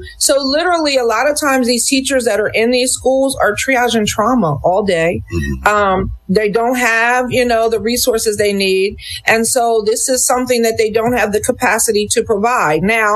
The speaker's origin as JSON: {"language": "English", "country": "United States"}